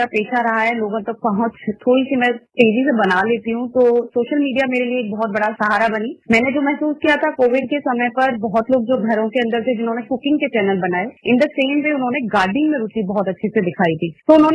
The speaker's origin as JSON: {"language": "Hindi", "region": "Delhi", "country": "India", "said": "नमस्कार सर, मैं दिल्ली शाहदरा से हूँ"}